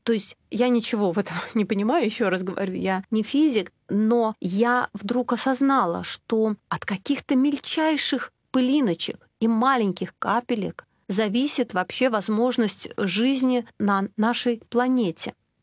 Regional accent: Saint Petersburg, Russia

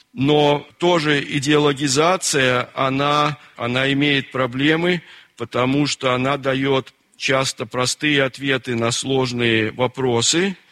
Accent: Moscow, Russia; Ну и я из Москвы.

